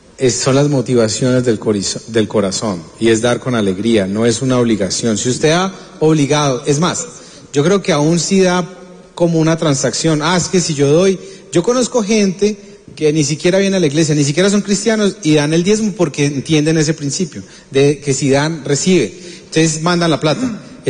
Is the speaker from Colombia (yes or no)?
yes; Colombia; nosotros como colombianos